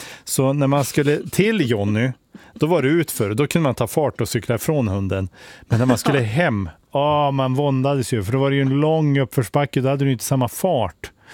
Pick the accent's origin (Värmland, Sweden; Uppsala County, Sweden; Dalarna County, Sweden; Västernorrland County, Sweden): Västernorrland County, Sweden; Resele; Jag bodde ju i obygdan. Liksom. Jag är ju uppväxt i Resel utanför Sollefteå.